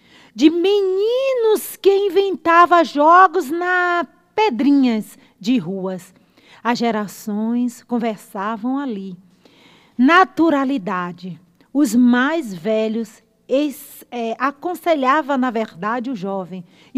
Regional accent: Brazil; moved away; E São Bento de Antá é o meu tudo, né? Onde eu nasci.

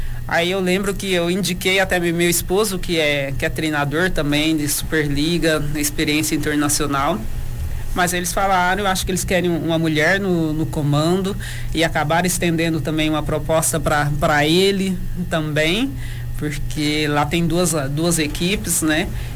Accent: Sacramento, Minas Gerais, Brazil; moved away; eu sei que muita gente aqui de Sacramento me acompanha

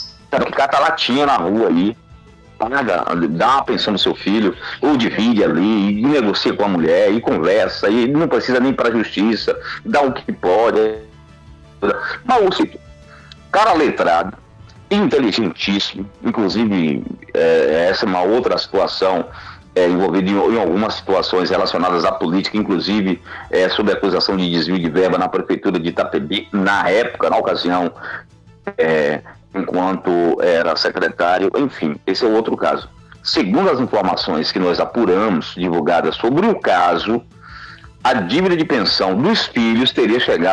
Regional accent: Bahia, Brazil; de onde eu sou oriundo ali, daquela micro-região do Baixo Sul

